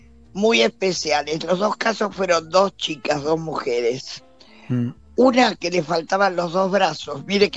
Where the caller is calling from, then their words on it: Martínez, Buenos Aires Province, Argentina; De Martínez, de Capital.